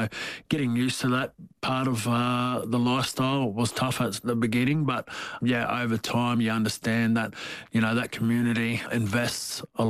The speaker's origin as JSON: {"language": "English", "town": "Sunnybank Hills", "region": "Queensland", "country": "Australia", "tie": "born or raised there", "said": "Yes, we'd all gather around the TV and, we'd be cheering on the Maroons, massive fan of the Maroons."}